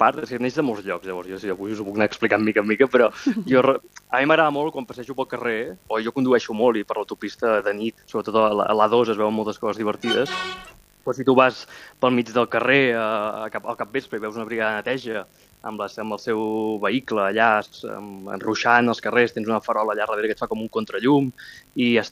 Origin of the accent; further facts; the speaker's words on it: Mataró, Catalonia, Spain; i jo que sóc de Mataró i he mamat pirotècnia des de ben petit